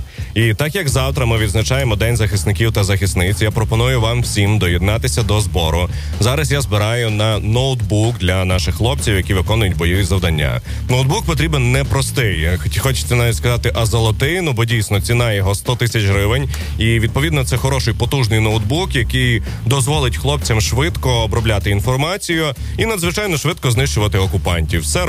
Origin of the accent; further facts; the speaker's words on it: Hlyboka, Chernivtsi Oblast, Ukraine; я сам з Глибокої